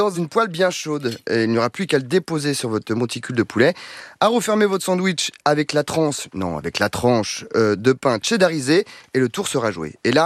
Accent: France; on est des Français, on n'a pas forcément du bacon dans son frigo

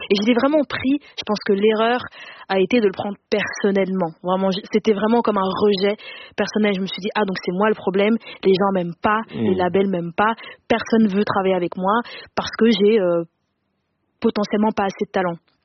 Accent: Denderleeuw, Flanders, Belgium; parce que non seulement j'ai grandi en Belgique, et puis j'ai grandi dans une petite commune qui s'appelle Denderleu.

